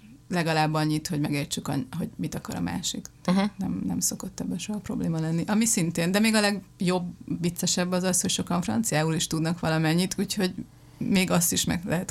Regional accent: Budapest, Hungary; moved away as an adult; now in Linz, Austria; én budapesti vagyok

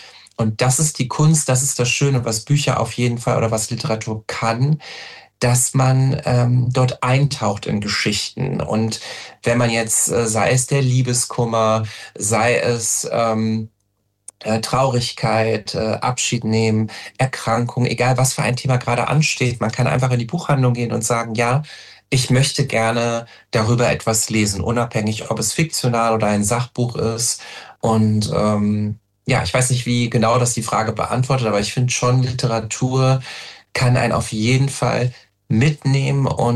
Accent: Germany; born there; also born or lived in Brazil / Paris; ich bin in Brasilien geboren und habe dort aber nur die ersten 3 Wochen meines Lebens verbracht. Ich wurde dann adoptiert und da begann eigentlich so meine erste Reise, die Reise über den Atlantik, erst nach Paris und dann eben in die Eifel.

